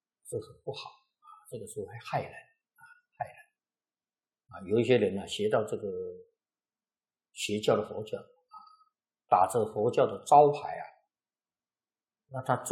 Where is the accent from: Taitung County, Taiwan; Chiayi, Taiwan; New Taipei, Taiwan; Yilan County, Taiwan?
New Taipei, Taiwan; Xizhi; born or raised there